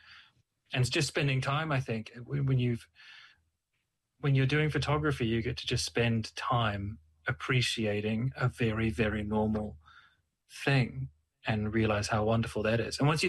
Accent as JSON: {"language": "English", "town": "Porirua", "region": "Wellington", "country": "New Zealand", "tie": "born or raised there", "said": "I grew up in Porirua"}